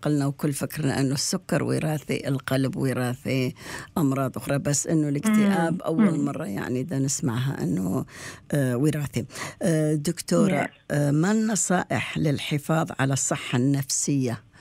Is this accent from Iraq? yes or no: yes; Baghdad, Baghdad Governorate, Iraq; now in Melbourne, Australia; لأن الصيف مثلا عندنا ببغداد، بالبغداد مثلا عندنا كان الصيف 3 أشهر صيف ننام فوق السطح